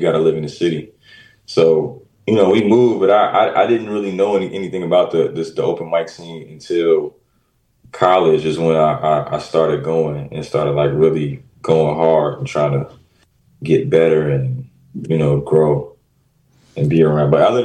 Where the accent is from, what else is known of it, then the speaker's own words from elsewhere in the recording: Maywood, Illinois, United States; So I'm originally from Maywood, so I'm from the west suburbs.